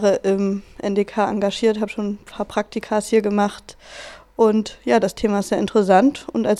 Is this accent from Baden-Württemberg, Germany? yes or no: no; Saxony, Germany; also born or lived in Leipzig / Halle; Ich bin im ländlichen Raum aufgewachsen von Wurzen und wohne jetzt in Wurzen. Habe zwischendurch mal in Leipzig und Halle gewohnt.